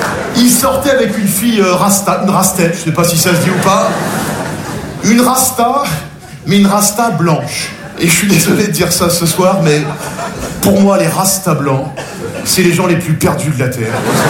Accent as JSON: {"language": "French", "town": "Nogent-sur-Marne", "region": "Île-de-France", "country": "France", "tie": "born or raised there", "said": "J'ai grandi à Nogent-sur-Marne"}